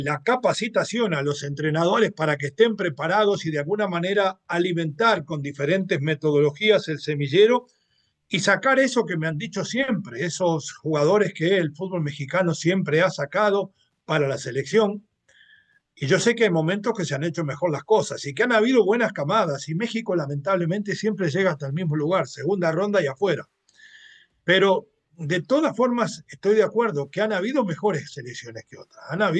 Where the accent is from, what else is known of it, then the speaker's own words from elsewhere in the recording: Uruguay; Yo siempre digo, por ejemplo, como consuelo para los mexicanos, en mi país lo único que figura es el fútbol. Toda la vida, históricamente, desde los inicios del fútbol, desde los primeros campeonatos olímpicos y mundiales, siempre Uruguay estuvo ahí, a la cabeza.